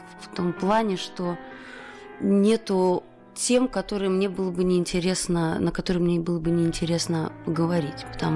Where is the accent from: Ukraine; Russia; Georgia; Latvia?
Latvia; Russian is a second language; Потому что я латышка, иностранная гражданка.